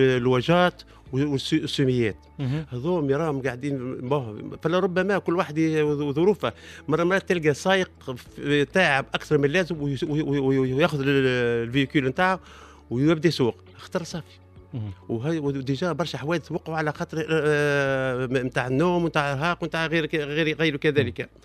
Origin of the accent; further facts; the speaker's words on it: Gafsa Governorate, Tunisia; احنا في قفصة